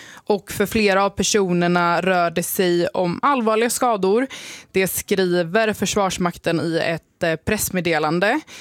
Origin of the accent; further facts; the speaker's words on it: Gothenburg, Västra Götaland County, Sweden; Och de stöter man ju på här alltså ganska ofta som göteborgare.